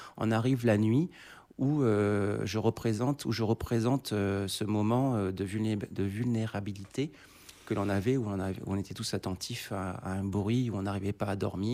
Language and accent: French; New Caledonia